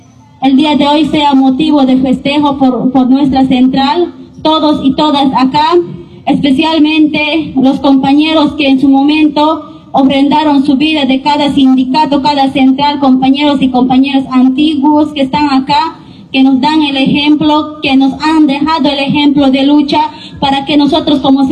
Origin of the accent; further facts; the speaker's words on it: Bolivia; pero como todo boliviano